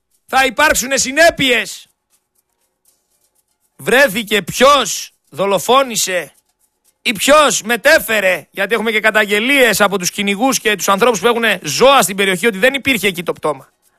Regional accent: Greece; Είμαι ένας Έλληνας πολίτης πέρα από ραδιοφωνικός παραγωγός.

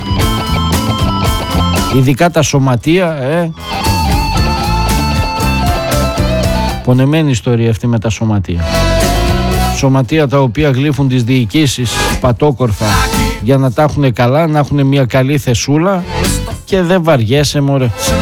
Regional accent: Greece; να αποδείξουμε ότι είμαστε Έλληνες

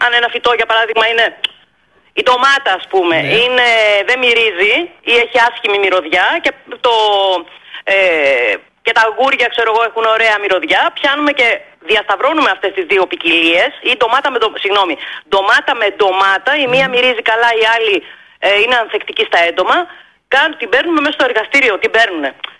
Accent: Heraklion, Crete, Greece; Την πόλη μου άντε να υπάρχουν 20, εγώ σου λέω, σε 250.000 κατοίκους του Ηρακλείου, του νομού Ηρακλείου, άντε να υπάρχουν 20.

